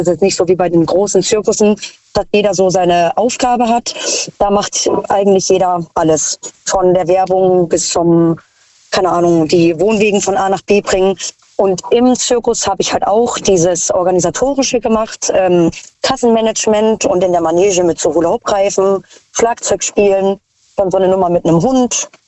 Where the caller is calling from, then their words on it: Mannheim, Baden-Württemberg, Germany; Mannheim.